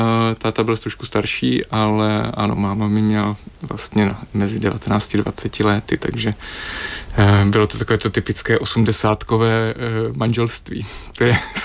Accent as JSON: {"language": "Czech", "town": "Olomouc", "region": "Olomouc Region", "country": "Czechia", "tie": "born or raised there", "said": "Tak moje dětství se sice v krásné Olomouci odehrávalo, ale na sídlišti, které vznikalo na periferii."}